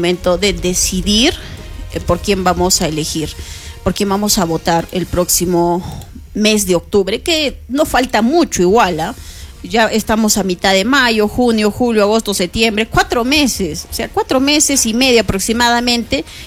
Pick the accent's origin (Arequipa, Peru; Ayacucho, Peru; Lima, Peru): Arequipa, Peru; como arequipeños, arequipeñas aquí